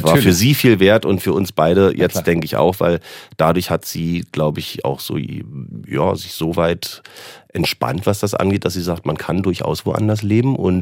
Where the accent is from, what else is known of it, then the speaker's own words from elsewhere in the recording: Berlin, Germany; also born or lived in Potsdam; Gebürtig bin ich Potsdamer. habe einfach eine sehr, sehr, sehr, sehr, sehr lange Zeit seit meiner frühesten Jugend eigentlich in Berlin verbracht und gelebt, dann später auch.